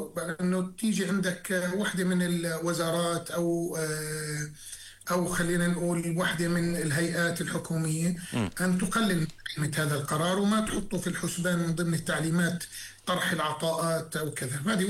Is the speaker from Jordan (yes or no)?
yes; Jordan; احنا اولى في بلدنا الأردن